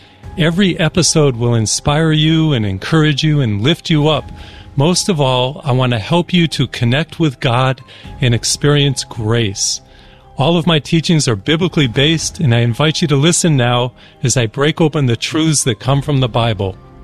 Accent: Texas, United States; In my home state of Texas, multi-billion dollar industry, wineries and grapes and wine and vineyards and production.

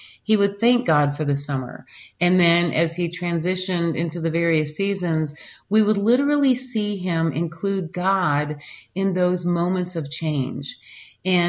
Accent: Michigan, United States; when I was raised in Michigan

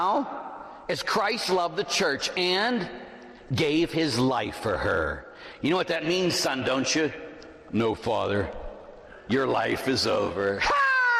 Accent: Pittsburgh, Pennsylvania, United States; born or raised there

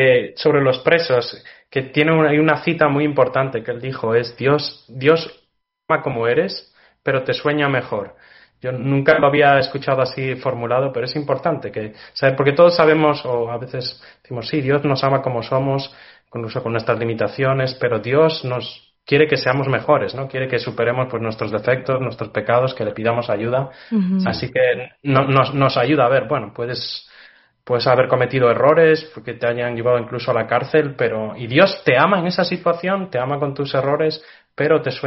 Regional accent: Galicia, Spain; Yo soy originario de Galicia, el noroeste de España.

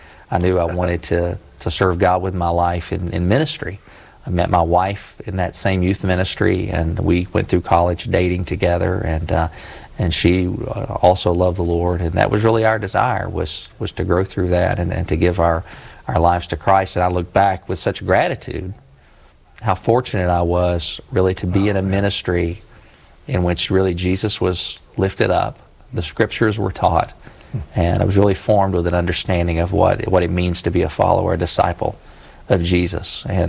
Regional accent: Lexington, United States; born or raised there

